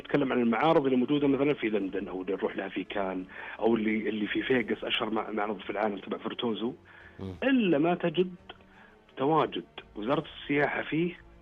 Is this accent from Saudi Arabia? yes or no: yes; Saudi Arabia; بالنسبة لنا إحنا عندنا في السعودية